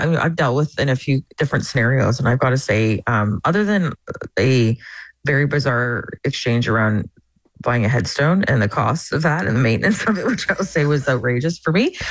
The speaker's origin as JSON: {"language": "English", "town": "Amherstburg", "region": "Ontario", "country": "Canada", "moved": "as an adult", "said": "I still feel like I'm a girl from Southern Ontario, like an Amherstburg girl. I haven't lived there since I was 18, but I visit there."}